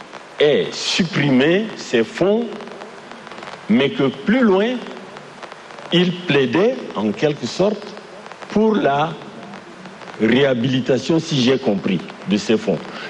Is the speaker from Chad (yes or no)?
yes; Chad; Pourquoi est-ce que le sport n'est pas du tout reluisant ici chez nous au Tchad?